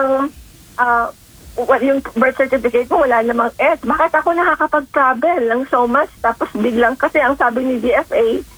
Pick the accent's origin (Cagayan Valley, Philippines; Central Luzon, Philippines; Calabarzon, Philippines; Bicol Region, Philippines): Central Luzon, Philippines; pero taga Pampanga ko, dinala ka muna po sa City Hall ng Pampanga.